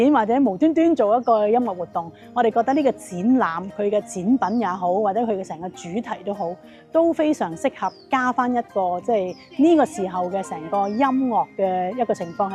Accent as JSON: {"language": "Cantonese", "region": "Guangdong", "country": "China", "said": "亦都加上我哋廣東人一啲嘅抵死絕物嘅嘢"}